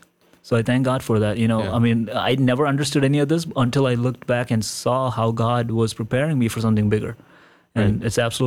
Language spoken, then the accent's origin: English; India; And even being growing up in India, I understand the culture of India and how the people of India think. And I understand the different religions that are practiced in India and stuff.